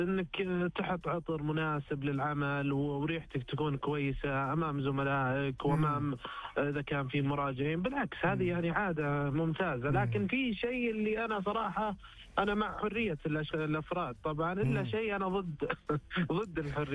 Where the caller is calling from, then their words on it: Riyadh, Riyadh Province, Saudi Arabia; من الرياض.